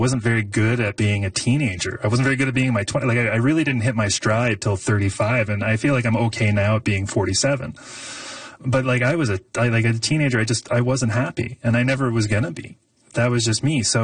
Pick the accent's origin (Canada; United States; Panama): Canada; Summerside, Prince Edward Island; that sort of experience that I had growing up in Summerside isn't, like, it's not the definitive growing up Canadian experience